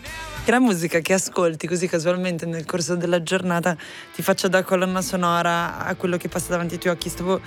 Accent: Milan, Lombardy, Italy; Forse perché sono milanese?

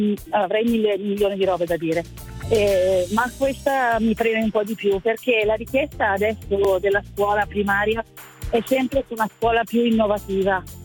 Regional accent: San Donato Milanese, Lombardy, Italy; Allora, io sono della provincia di Milano, di San Donato Milanese.

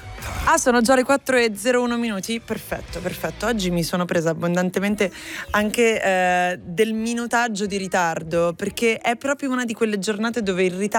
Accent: Milan, Lombardy, Italy; Soprattutto per una persona come me, nata e cresciuta a Milano

